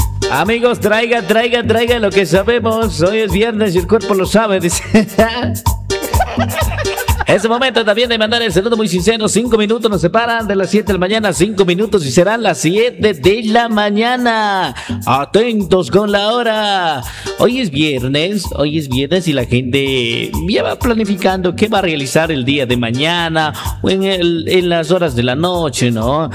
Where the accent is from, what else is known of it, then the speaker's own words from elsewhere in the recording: Ecuador; ese orgullo de decir que somos ecuatorianos